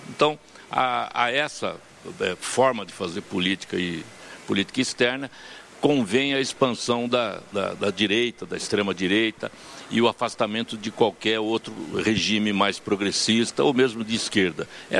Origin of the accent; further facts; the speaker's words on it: Brazil; Eu, como brasileiro